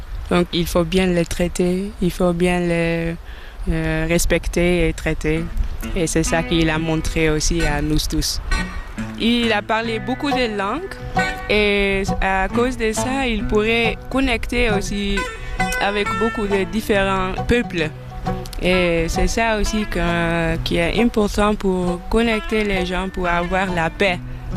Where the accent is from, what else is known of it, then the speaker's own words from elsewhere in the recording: Amsterdam, North Holland, Netherlands; Avec ma maman, j'ai grandi à Amsterdam, en Hollande.